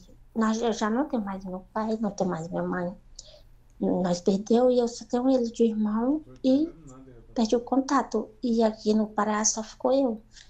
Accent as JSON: {"language": "Portuguese", "town": "Carlos Chagas", "region": "Minas Gerais", "country": "Brazil", "lives_now": "Marabá, Brazil", "said": "A gente é de Minas Gerais, Carlos Chagas, só que a gente mudou para o Pará. Hoje eu moro em Bom Jesus, Tocantins, Pará, município de Marabá."}